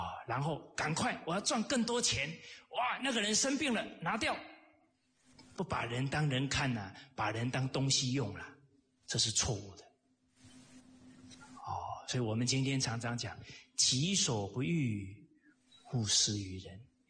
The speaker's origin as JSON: {"language": "Chinese", "country": "Taiwan", "tie": "born or raised there", "said": "我是台湾的小孩呀，啊，有时候不小心就讲台湾，因为比较熟悉"}